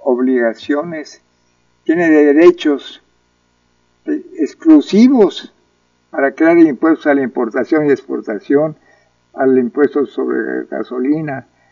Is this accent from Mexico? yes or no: yes; Mexico; si somos realmente mexicanos todos nosotros?